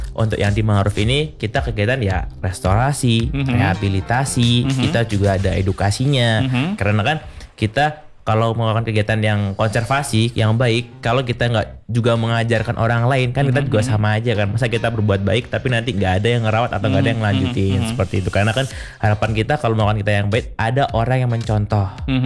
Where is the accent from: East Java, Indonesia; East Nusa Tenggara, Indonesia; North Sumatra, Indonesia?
East Java, Indonesia; Banyuwangi; moved away as an adult; now in Bali, Indonesia; Terus juga aku sebenarnya asli dari Banyuwangi, dari Jawa.